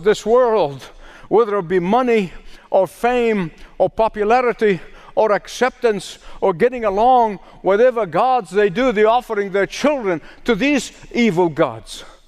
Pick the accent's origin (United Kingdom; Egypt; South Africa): Egypt; You know, now growing up in Egypt, we were taught in school, almost recited on a regular basis, that the Nile is the life of Egypt.